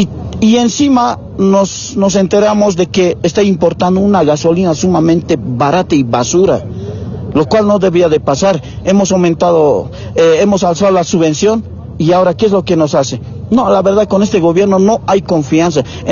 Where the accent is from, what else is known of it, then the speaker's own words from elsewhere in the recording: Bolivia; usted mismo como boliviana